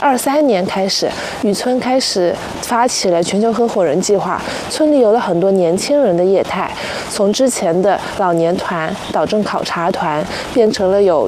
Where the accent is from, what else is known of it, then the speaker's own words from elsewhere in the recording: China; 我是这个村的本村人，我从小生活在这里，从高中开始我们家里就做农场，